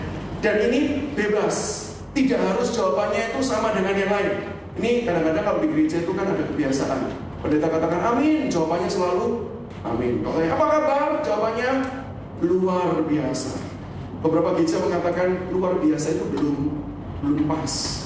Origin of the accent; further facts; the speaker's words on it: Surabaya, East Java, Indonesia; Saya berasal dari Surabaya dan saat ini saya melayani sebagai dosen dan kepala pusat kerohanian di Universitas Kristen Petra Surabaya.